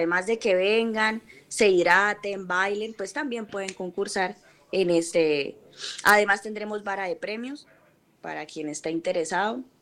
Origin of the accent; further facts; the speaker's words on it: Panamá de Arauquita, Arauca, Colombia; De Arauquita, sí, somos Panamá de Arauquita.